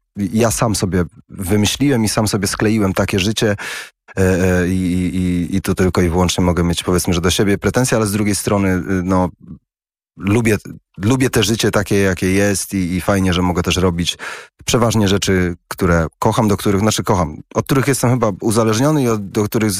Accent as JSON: {"language": "Polish", "town": "Poznań", "region": "Greater Poland Voivodeship", "country": "Poland", "said": "do mnie ludzie z Poznania, bo ja pochodzę z Poznania, ludzie, z którymi nie mam kontaktu od wielu lat, słyszą mnie w stacji radiowej"}